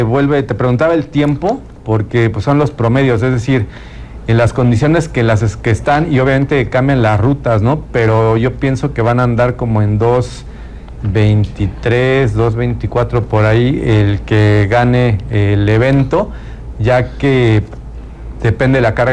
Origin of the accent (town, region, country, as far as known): Mexico